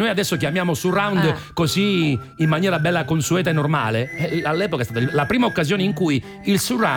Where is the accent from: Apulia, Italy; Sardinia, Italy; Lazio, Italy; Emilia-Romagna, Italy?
Apulia, Italy; sì, dalle mie parti, nel Salento, Pancrazio.